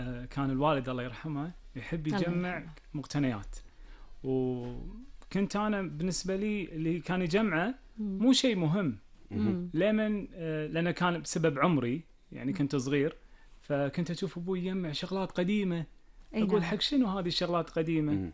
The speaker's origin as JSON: {"language": "Arabic", "country": "Kuwait", "said": "وإحنا يعني كشعب كويتي"}